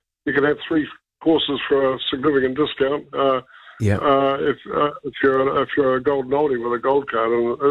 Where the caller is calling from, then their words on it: Wellington, New Zealand; I'm calling from Wellington.